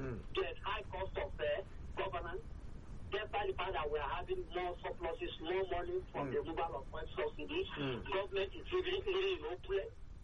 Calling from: Nigeria; I'm calling from Abaraji and Ikoto.

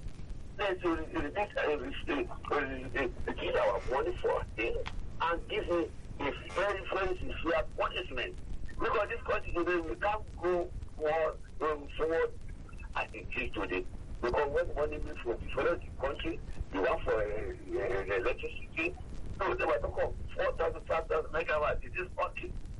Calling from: Lagos, Nigeria; I'm calling you from Oshodi this morning.

